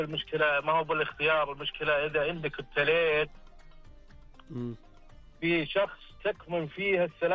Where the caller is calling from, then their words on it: Tabuk, Tabuk Province, Saudi Arabia; أكلمك من تبوك